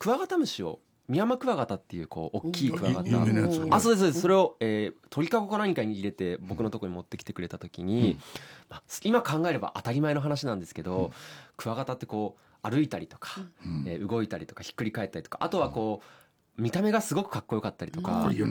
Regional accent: Hyogo, Japan; 地元が兵庫県なんですけど

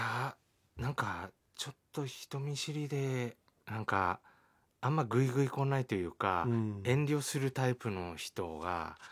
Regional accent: Tochigi, Japan; now in Tokyo, Japan; 僕、意外と南の方なんで。まあ、シティ派と言ってます

